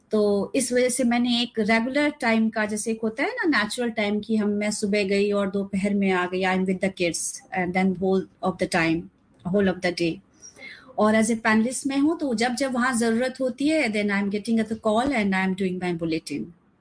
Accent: Hindi belt, India; first language Hindi; क्योंकि मैं हिंदी बेल्ट की हूँ तो हिंदी डेफिनेटली मेरी मातृभाषा है।

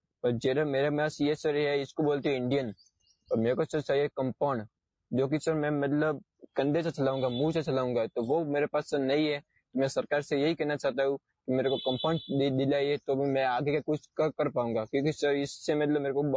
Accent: Sanwara, Rajasthan, India; मैं सर सिरोही जिले से हूँ और सर मेरा गांव है सनवाड़ा, जो कि अपने देवदत्त तहसील में आया था।

